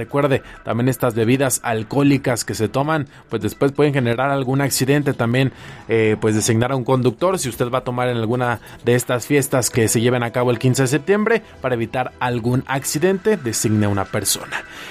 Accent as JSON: {"language": "Spanish", "country": "Mexico"}